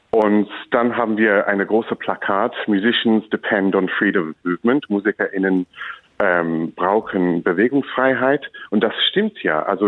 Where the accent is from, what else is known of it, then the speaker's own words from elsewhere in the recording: England, United Kingdom; moved away as an adult; now in Germany; meine Identität ist nicht als Engländer, es ist als EU-Bürger.